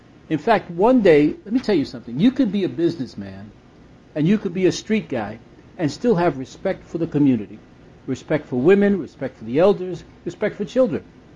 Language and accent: English; New York City, New York, United States; also born or lived in Brownsville / Long Island City; I was brought up in the Johnson Projects, and I was brought up in the foster houses.